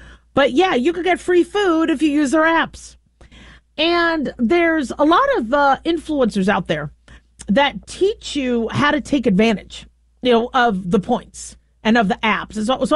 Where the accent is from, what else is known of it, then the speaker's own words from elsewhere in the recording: Phoenix, Arizona, United States; moved away; I remember Circle K when I grew up in Phoenix, Arizona